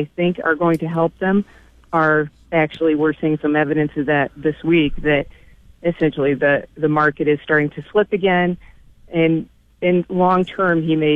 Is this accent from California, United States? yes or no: no; New York, United States; I grew up in the Southern Tier, moved to Rochester to go to school